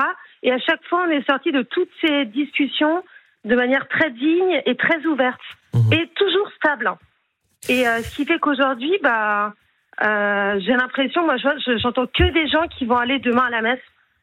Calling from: Levallois-Perret, Île-de-France, France; je vis à Levallois-Perret.

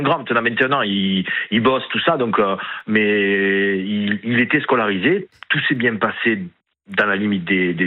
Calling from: Marseille, Provence-Alpes-Côte d'Azur, France; moi j'habite à Marseille, dans les banlieues.

